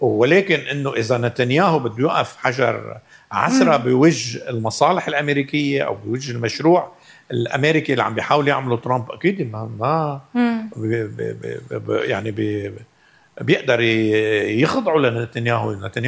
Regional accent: Lebanon; نحن كلبنانيين

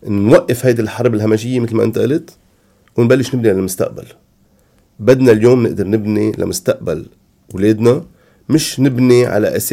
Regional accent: Lebanon; انا اليوم كسروان كتر خير الله ما انا مضروبه، انا لبناني،

